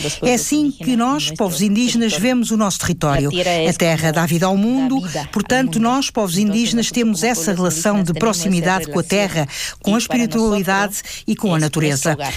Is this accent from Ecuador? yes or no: yes; Pastaza, Ecuador; eu sou da Amazónia Equatoriana.